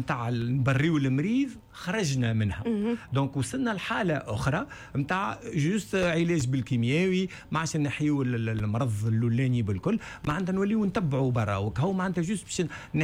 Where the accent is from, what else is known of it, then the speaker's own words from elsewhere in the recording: Tunisia; راهو النظام العائلي اللي عندنا في تونس راهو موجود وأقوى من النظام الموجود في فرنسا